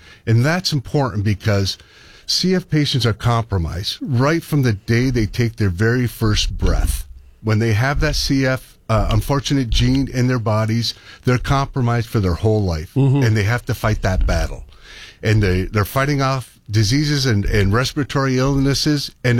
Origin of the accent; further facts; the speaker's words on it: Leamington, Ontario, Canada; now in Windsor, Canada; And we're from the Windsor area. We actually grew up in Leamington, Ontario.